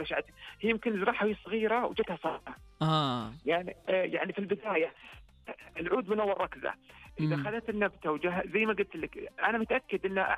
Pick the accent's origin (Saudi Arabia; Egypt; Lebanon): Saudi Arabia; Riyadh, Riyadh Province; عندنا في الرياض